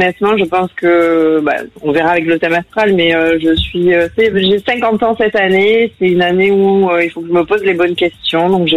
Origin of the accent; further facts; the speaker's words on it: Lormont, Nouvelle-Aquitaine, France; born there; Je suis né à Lormont, dans le 33.